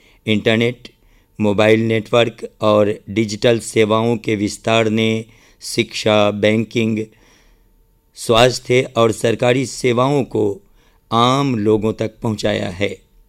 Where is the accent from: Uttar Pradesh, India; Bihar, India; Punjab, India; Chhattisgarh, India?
Bihar, India; तो जैसा कि हम सब उत्तरी बिहार के निवासी हैं